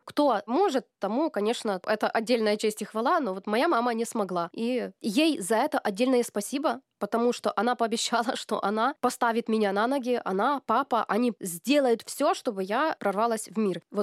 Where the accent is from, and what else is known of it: Chernivtsi, Chernivtsi Oblast, Ukraine; moved away as an adult; now in Belarus